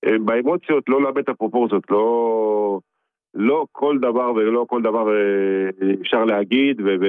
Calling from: Tel Aviv, Tel Aviv District, Israel; מתל אביב.

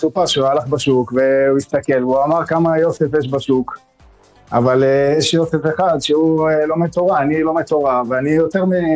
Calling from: Be'er Ya'akov, Central District, Israel; מבאר יעקב.

